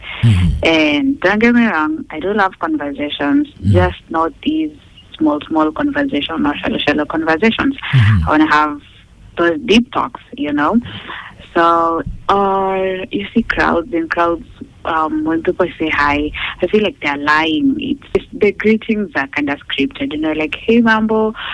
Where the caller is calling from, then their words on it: Kirinyaga County, Kenya